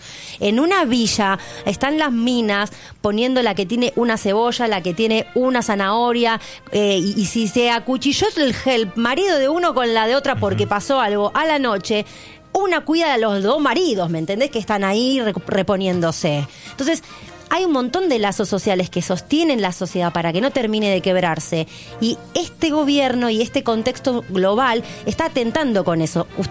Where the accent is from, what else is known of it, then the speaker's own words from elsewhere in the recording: Argentina; nosotros como argentinos lo venimos mostrando, por ejemplo, con cuestiones de violencia de género